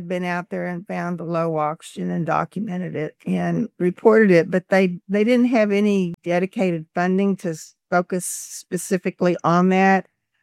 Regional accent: Texas, United States; also born or lived in Louisiana; I came to Louisiana from Texas to take a job. I graduated with my PhD, so it was time to move on.

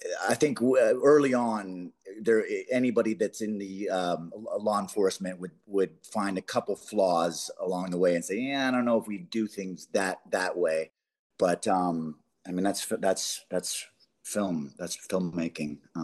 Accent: Canada; I'm Canadian. I love Canada, born and raised.

